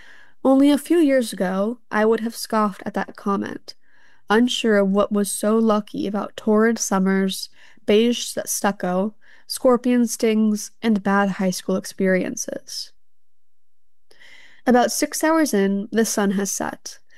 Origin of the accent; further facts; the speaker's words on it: Arizona, United States; Those few things are my claims to fame as a born and raised Southwesterner, and I'm from Arizona, not even New Mexico.